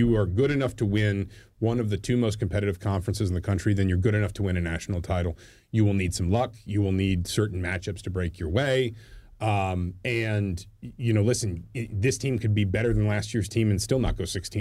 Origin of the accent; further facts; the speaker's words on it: the South, United States; now in Bloomington, United States; I grew up in the South